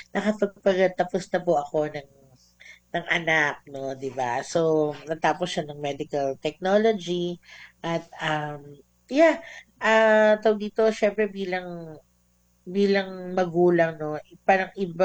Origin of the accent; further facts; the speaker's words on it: Cordillera Administrative Region, Philippines; So, I'm from Ifugao.